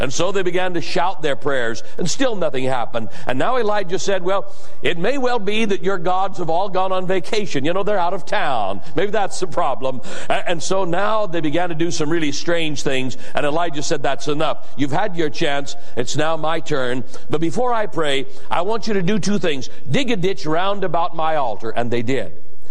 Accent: Boise, Idaho, United States; my hometown newspaper. The Idaho Statesman, Boise, Idaho.

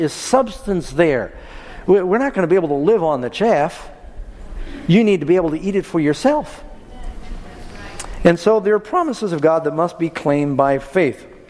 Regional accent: New York City, New York, United States; I grew up in New York City

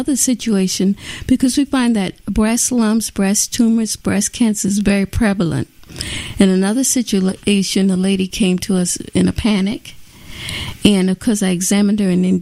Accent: Florida, United States; now in Boston, United States; We're from Florida, and so we moved during the winter. This was December, into Boston area, and so the weather was cold

